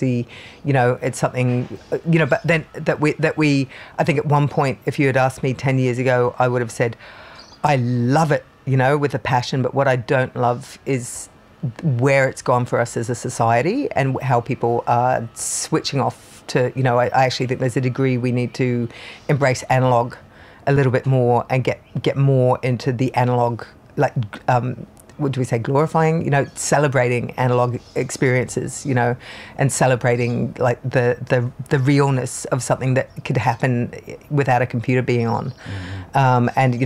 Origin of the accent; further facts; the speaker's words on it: Byron Bay, New South Wales, Australia; I'm from Byron Bay.